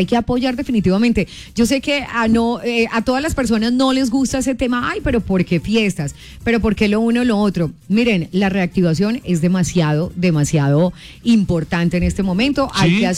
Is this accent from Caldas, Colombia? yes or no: yes; Manzanares, Caldas, Colombia; moved away; Se celebra el Día del Manzanareño en mi tierra bella, en Manzanares, Caldas, la tierra de Jason Jiménez.